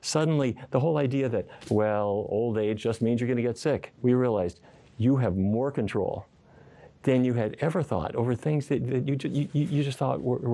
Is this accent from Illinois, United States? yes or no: no; Fargo, North Dakota, United States; I grew up in Fargo, North Dakota, and it was cattle country for me and my grandpa.